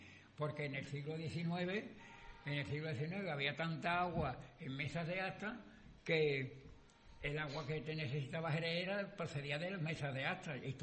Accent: Andalusia, Spain; born there

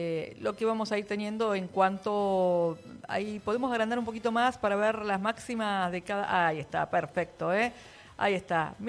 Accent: Argentina

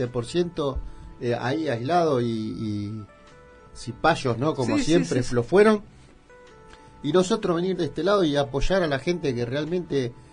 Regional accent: Argentina; orgulloso como argentino

